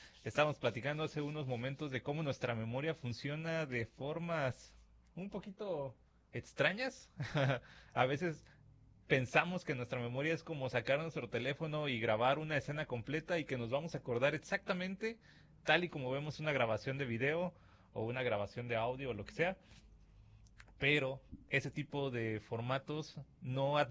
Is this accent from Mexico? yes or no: yes; Lázaro Cárdenas, Michoacán, Mexico; born there; pues es que nací en Lázaro Cárdenas, pero no crecí ahí, no tengo el acento de ahí por eso.